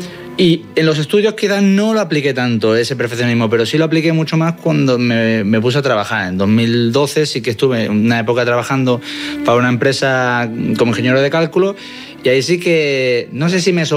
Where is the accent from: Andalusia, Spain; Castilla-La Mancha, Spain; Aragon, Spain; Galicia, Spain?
Andalusia, Spain; Málaga; born or raised there; also born or lived in Madrid